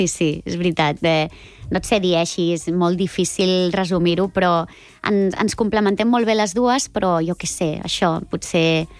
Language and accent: Catalan; Badalona, Catalonia, Spain; Soc del centre de Badalona, sí.